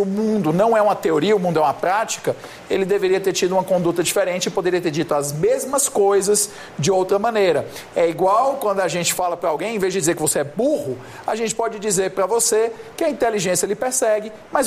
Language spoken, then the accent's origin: Portuguese; Ceará, Brazil; É que na minha terra diz assim, colocou um foguete para mim. No Ceará a gente fala assim, colocou um foguete para mim.